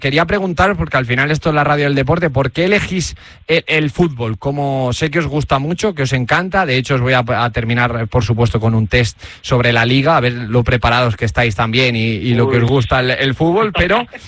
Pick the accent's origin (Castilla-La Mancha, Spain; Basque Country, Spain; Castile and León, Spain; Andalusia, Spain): Andalusia, Spain; Granada; porque yo soy de Granada